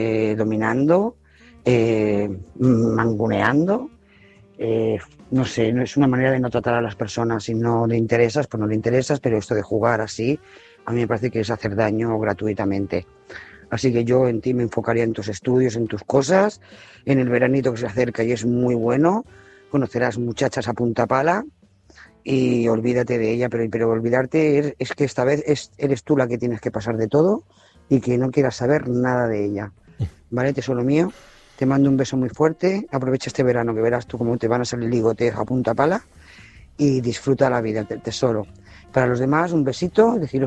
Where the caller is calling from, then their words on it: Lloret de Mar, Catalonia, Spain; Lloret de Mar.